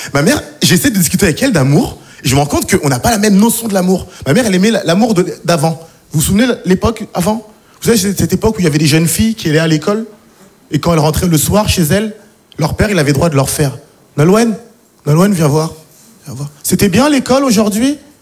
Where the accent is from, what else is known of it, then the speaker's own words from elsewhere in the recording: Haiti; now in France; Vous savez, je suis haïtien d'origine et je me rends compte que l'argent, c'est très subjectif. En Haïti, les gens n'ont pas beaucoup d'argent.